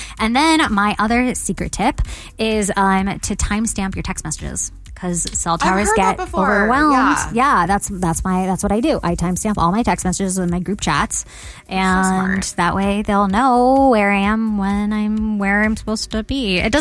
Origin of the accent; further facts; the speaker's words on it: Dallas, Texas, United States; I grew up in Dallas.